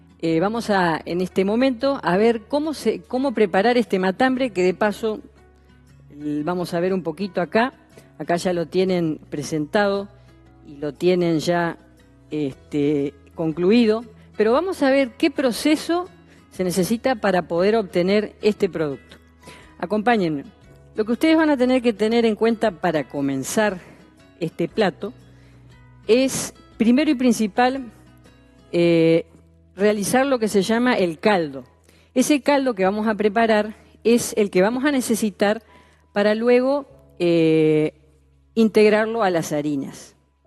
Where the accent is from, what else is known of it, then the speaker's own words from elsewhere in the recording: Argentina; moved away; yo que soy de Argentina, lo conozco de allí